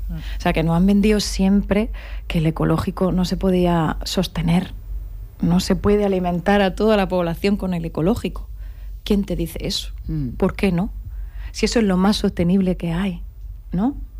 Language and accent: Spanish; Chercos, Andalusia, Spain; also born or lived in Líjar; nosotros somos de Cherco y de Lijas, ¿no?